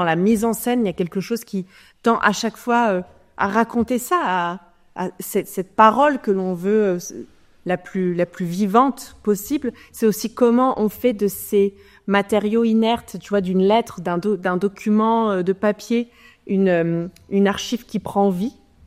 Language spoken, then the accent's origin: French; France; mais en tant que Français, on hérite d'une histoire.